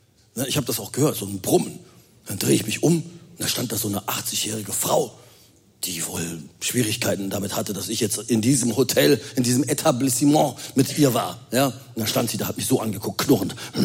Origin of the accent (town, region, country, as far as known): Rhineland, Germany